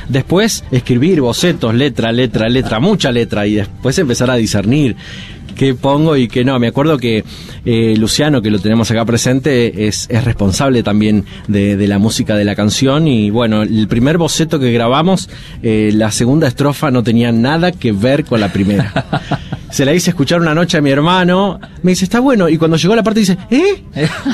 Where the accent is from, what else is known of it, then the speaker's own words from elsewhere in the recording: Pergamino, Buenos Aires Province, Argentina; soy de la ciudad de Pergamino, provincia de Buenos Aires, y que canto hace más de 20 años en eventos, fiestas, festivales.